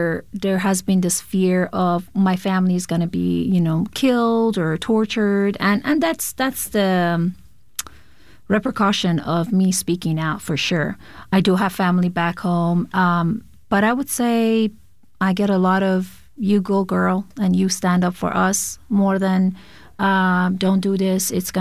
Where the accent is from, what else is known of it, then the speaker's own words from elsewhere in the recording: Iran; now in Arizona, United States; born and raised in Iran, moved to U.S. in 2007, also as a religious minority.